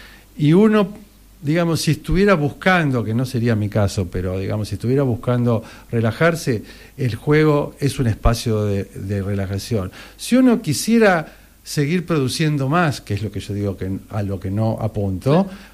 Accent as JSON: {"language": "Spanish", "town": "La Plata", "region": "Buenos Aires Province", "country": "Argentina", "said": "Yo soy de La Plata."}